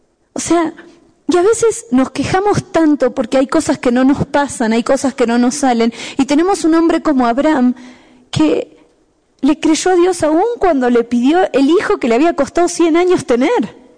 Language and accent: Spanish; La Paz, Bolivia; born there; Por más que nací en La Paz, llego de vuelta de un viaje y mi cuerpo se tiene que volver a adaptar, ¿sí o no?